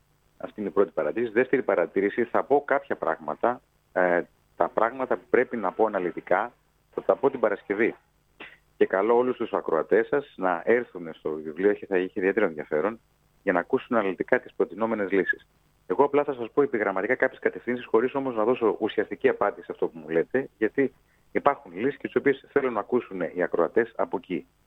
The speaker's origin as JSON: {"language": "Greek", "area": "Samos", "region": "North Aegean", "country": "Greece", "said": "Εγώ πάνω απ' όλα είμαι Σαμιώτης"}